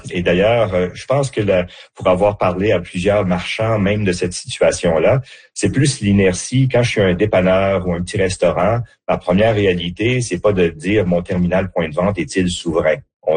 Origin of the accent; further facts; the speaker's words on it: Canada; Donc, la notion, c'est est-ce que moi, en tant que Canadien, je peux aller vers un autre acteur sans être pénalisé?